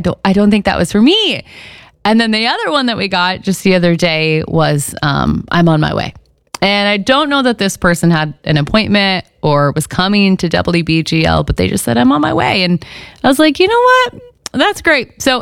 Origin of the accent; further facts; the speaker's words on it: United States; Well, I did. I grew up near the Wabash River. I needed an ocean.